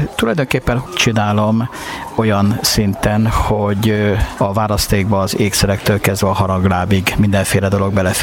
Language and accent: Hungarian; Miskolc, Borsod-Abaúj-Zemplén, Hungary; Miskolci vagyok, nagyon sokan megkérdezik, hogy nem Erdélyből jöttem-e. Nem Erdélyből jöttem